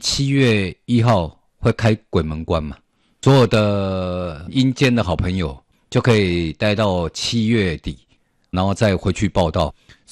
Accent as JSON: {"language": "Chinese", "town": "Ruifang", "region": "New Taipei", "country": "Taiwan", "tie": "born or raised there", "said": "我记得我们家乡在瑞芳的侯洞，农历7月15号都会办很盛大的祭祀。"}